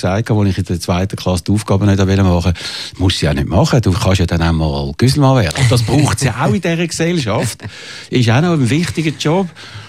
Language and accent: German; Zurich, Switzerland; born or raised there